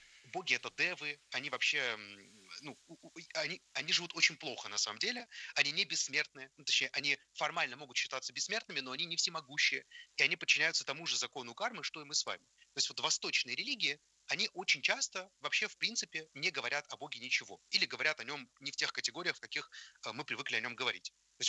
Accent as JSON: {"language": "Russian", "region": "Saint Petersburg", "country": "Russia", "said": "Ну, я из Петербурга"}